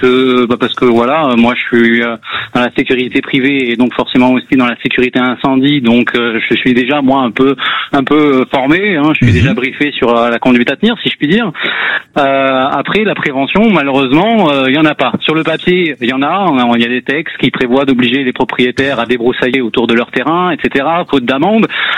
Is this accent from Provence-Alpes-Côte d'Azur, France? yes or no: yes; Provence-Alpes-Côte d'Azur, France; Est-ce que bien dans le sud, moi je suis des Alpes-Maritimes.